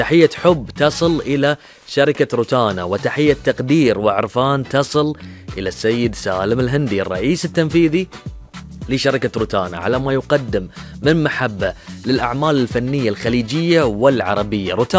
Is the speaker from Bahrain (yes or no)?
yes; Bahrain; المحب لنا كبحرينيين